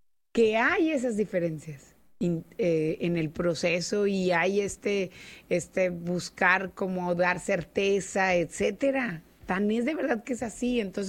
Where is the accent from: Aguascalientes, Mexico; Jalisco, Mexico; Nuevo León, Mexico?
Nuevo León, Mexico; Nuevo León del que somos dignos los regios. ¿Por qué digo? Y los regios, alguien me dice, pues es que no, nomás los de Monterrey. No, pues todos nos decimos regios